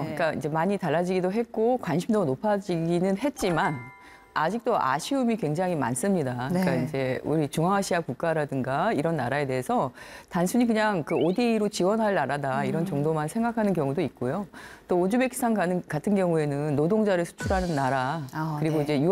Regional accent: South Korea; 그래서 아니다, 한국이다.

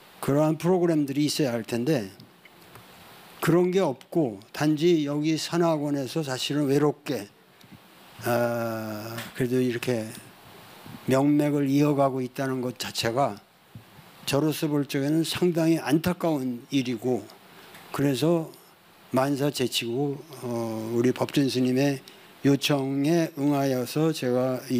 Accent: Cheonan, South Chungcheong, South Korea; born there; 제가 천안에서 태어났기 때문에 홍성 그러면 좀 친근감이 있어요.

